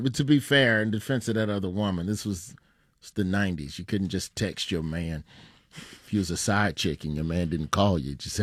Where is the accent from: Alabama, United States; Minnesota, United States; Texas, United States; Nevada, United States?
Alabama, United States; Birmingham; born there; moved away as an adult; also born or lived in Memphis, Tennessee; now in New York, United States; We grew up in Memphis. We moved to Birmingham when I was in the fourth grade. I spent every summer in Clarksville, Mississippi, mm-hmm. with my grandmother. The rest of the time I spent in Birmingham.